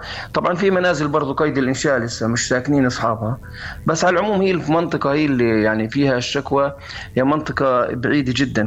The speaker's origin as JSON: {"language": "Arabic", "town": "Bruqin", "region": "West Bank", "country": "Palestine", "said": "بالنسبة لنا كفلسطينيين بشكل عام وكأهل بروقين بشكل خاص"}